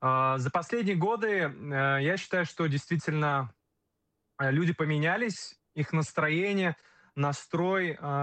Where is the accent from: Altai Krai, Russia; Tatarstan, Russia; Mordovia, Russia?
Tatarstan, Russia; Kazan; я из Казани, из Республики Татарстан.